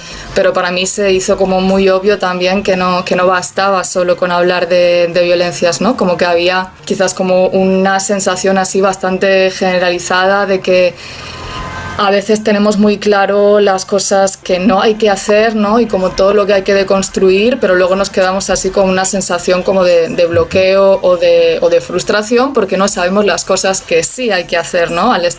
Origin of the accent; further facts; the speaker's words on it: Galicia, Spain; now in Málaga, Spain; ahora mismo estoy en Málaga, pero yo soy de Galicia